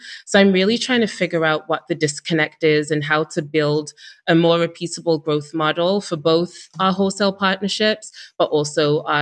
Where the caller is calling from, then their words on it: Toronto, Ontario, Canada; I'm calling from Toronto, Canada.